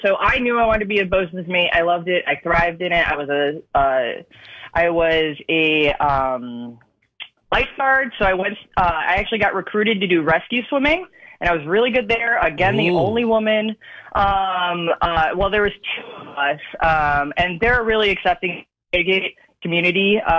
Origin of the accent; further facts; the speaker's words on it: Gurnee, Illinois, United States; also born or lived in Mundelein / Libertyville; And I grew up in the Great Lakes area, Gurnee, Mundelein, Libertyville, northern Chicago.